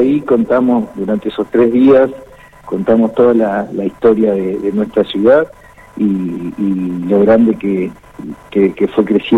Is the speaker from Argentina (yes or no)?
yes; Argentina; nos hace fuerte como argentinos